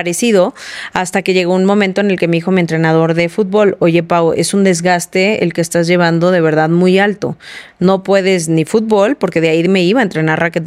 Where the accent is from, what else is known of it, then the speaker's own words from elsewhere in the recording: San Luis Potosí, Mexico; yo soy originaria de San Luis Potosí